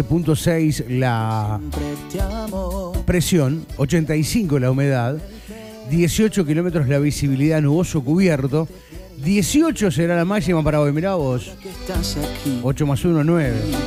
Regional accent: Uruguay; Yo soy una provincia, uruguayo.

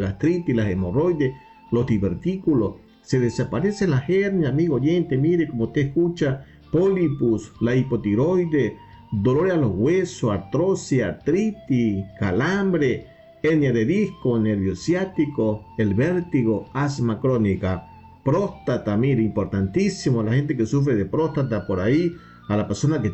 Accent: Ecuador; now in Uruguay; el ecuatoriano

